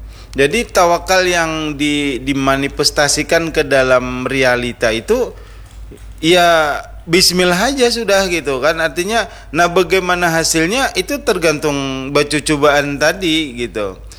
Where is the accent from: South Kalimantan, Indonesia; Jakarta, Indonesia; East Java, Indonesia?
South Kalimantan, Indonesia; Banjar; kita orang Banjar